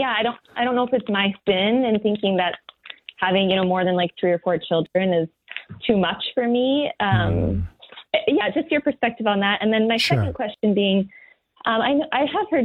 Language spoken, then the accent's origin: English; Anchorage, Alaska, United States; Yeah, from Anchorage. Mm-hmm. Yeah, so I'm used to it. Yeah.